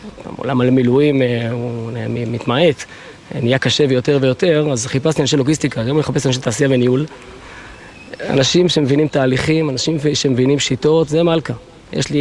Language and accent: Hebrew; Northern District, Israel; אז אנחנו החטיבה שלנו היא חטיבה כמובן של רמת הגולן, שם גדלנו, שם תמיד היינו, התחלנו שם בשביעי באוקטובר.